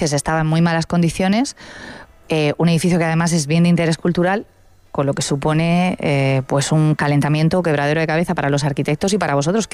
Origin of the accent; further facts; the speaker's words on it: Cartagena, Region of Murcia, Spain; Es recuperar parte del patrimonio de Cartagena y de los que somos cartageneros.